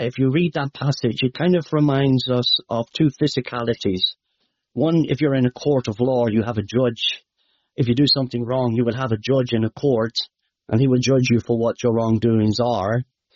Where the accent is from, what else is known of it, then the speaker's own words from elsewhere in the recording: Midlands, Ireland; Some of you are Irish might know, my accent might be hard to understand, but for the American Americans might be able to understand me, you know. It's in the Midlands of Ireland, the Midlands in Ireland.